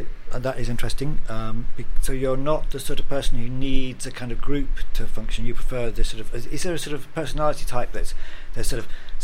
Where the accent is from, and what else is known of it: Lisburn, Northern Ireland, United Kingdom; born or raised there